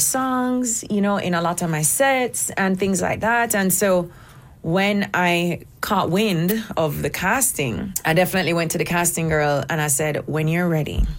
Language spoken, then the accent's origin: English; Jamaica; I'm a Jamaican girl. I'm a reggae artist.